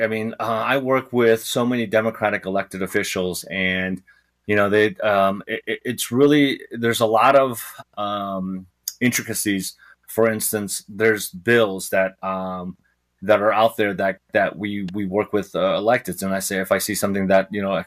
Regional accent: San Francisco Bay Area, California, United States; also born or lived in Shanghai, China; we grew up in the Bay Area, in San Francisco Bay Area

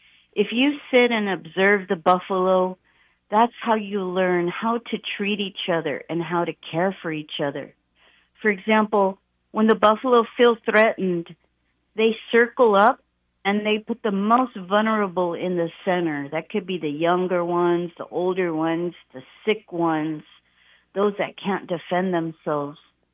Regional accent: San Antonio, Texas, United States; moved away as an adult; also born or lived in Boulder, Colorado; I grew up in San Antonio, where Texas is a very difficult state to live in if you're Native.

